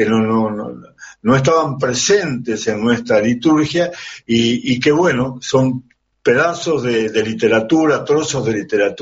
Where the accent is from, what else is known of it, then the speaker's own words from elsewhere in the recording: Canelones, Uruguay; yo soy de Canelones